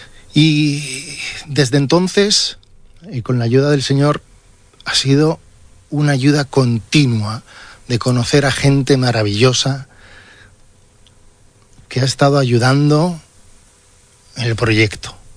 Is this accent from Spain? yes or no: yes; Palma, Balearic Islands, Spain; yo en Palma, aquí fui al colegio de jesuitas, a Montesión, siempre ha estado Dios, la religión presente.